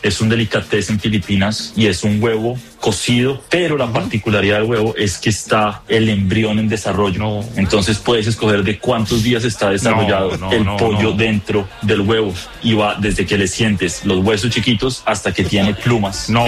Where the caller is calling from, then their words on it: Sweden; desde Suecia.